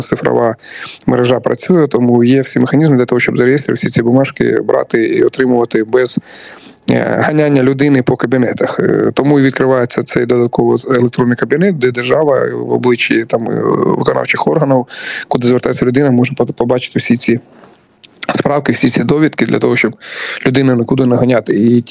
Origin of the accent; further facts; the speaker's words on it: Donetsk, Donetsk Oblast, Ukraine; moved away as an adult; я сам з Донецька і також переселенець ще з 14 року